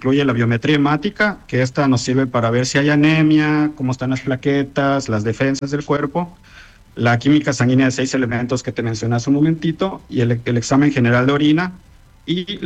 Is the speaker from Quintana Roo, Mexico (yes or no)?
yes; Chetumal, Quintana Roo, Mexico; Somos químicos de Chetumal, trabajando para ustedes, chetumaleños, de corazón.